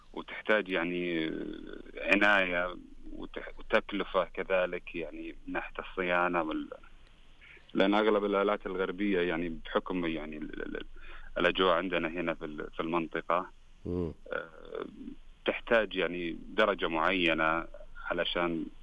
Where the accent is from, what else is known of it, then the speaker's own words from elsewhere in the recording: Saudi Arabia; أنا كأول سعودي